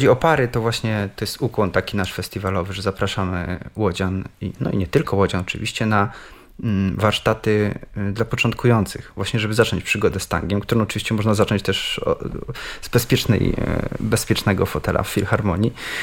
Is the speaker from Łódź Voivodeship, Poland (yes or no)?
yes; Łódź, Łódź Voivodeship, Poland; jeśli chodzi o propagowanie tanga i pierwsze kroki jako łodzianin, to rzeczywiście to był 2002 rok.